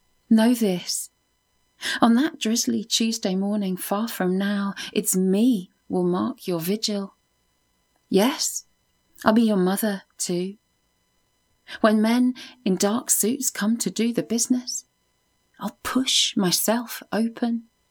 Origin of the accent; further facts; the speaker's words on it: Winchester, South East England, United Kingdom; from Winchester